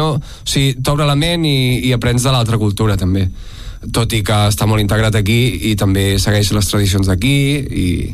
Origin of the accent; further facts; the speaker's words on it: Catalonia, Spain; jo m'estimo molt el català, sóc català